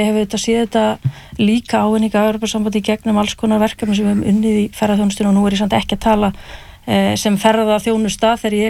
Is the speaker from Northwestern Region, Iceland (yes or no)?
no; Hrísey, Northeastern Region, Iceland; ég brálst upp í Hrísu og horfði á sjávarútveginn þar hrynja sama er að gerast í sjávarþorpum hringin í kringum landi